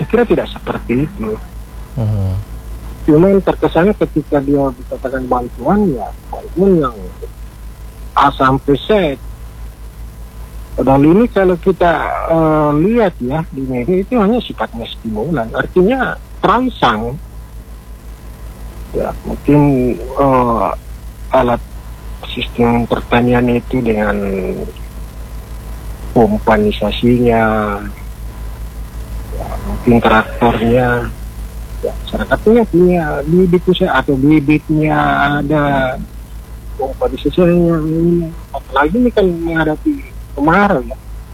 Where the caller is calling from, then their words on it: Parepare, South Sulawesi, Indonesia; Parepare.